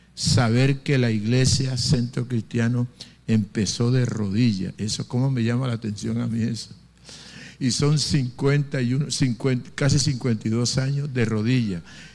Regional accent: Planeta Rica, Córdoba, Colombia; born there; Señor, la ciudad de Planeta Rica, la tierra que me vio nacer, Dios. Bendigo, Señor, mi Colombia, mi tierra, mi patria amada

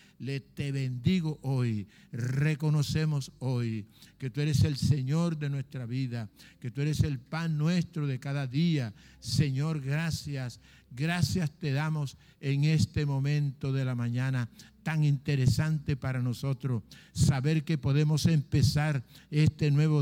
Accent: Colombia

